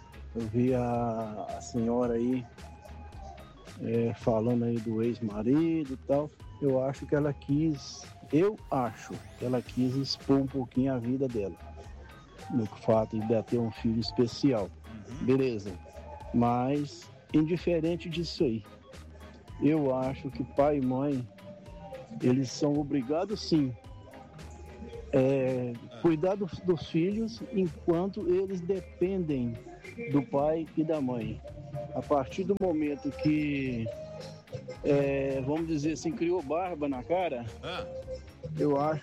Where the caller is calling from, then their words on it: Manhuaçu, Minas Gerais, Brazil; sou da cidade de Manhuaçu, Minas Gerais.